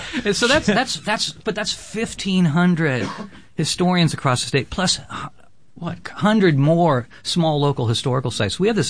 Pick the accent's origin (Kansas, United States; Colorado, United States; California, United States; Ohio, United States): California, United States; And for me, it was literally hagiography because I grew up in California with Father Sarah, Jim Procera, and he has now been canonized.